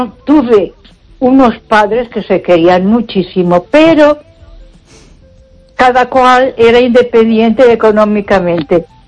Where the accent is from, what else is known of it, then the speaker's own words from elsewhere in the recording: Barcelona, Catalonia, Spain; moved away as an adult; now in Ponferrada, Spain; me crié en Barcelona.